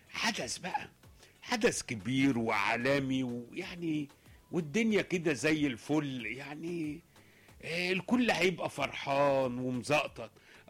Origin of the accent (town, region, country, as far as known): Egypt